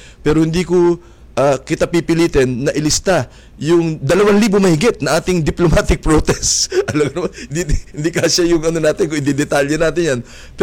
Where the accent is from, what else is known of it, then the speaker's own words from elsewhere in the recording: Pasig, Metro Manila, Philippines; sa Pasig, sa bayan namin